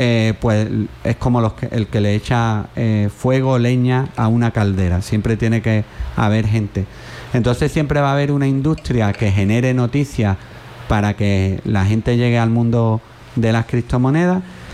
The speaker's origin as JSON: {"language": "Spanish", "town": "Jerez de la Frontera", "region": "Andalusia", "country": "Spain", "said": "en mi tierra, en Jerez"}